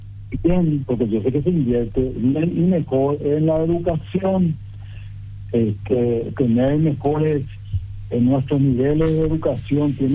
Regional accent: Paraguay; somos paraguayos también

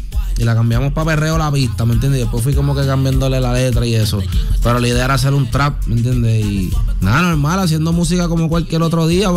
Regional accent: Puerto Rico; De Puerto Rico, sí.

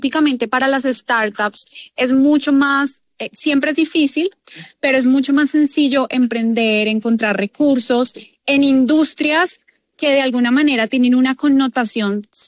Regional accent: Bogotá, Colombia; yo nací en Bogotá, he vivido acá todo el tiempo

